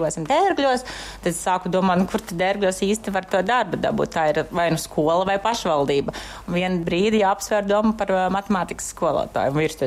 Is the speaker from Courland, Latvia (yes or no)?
no; Sausnēja, Madona Municipality, Latvia; Jā, es esmu no Sausnes, kas ir 10 km no Ērgļiem. Privāta māja, bet turpat bija skola, mamma bija skolotāja.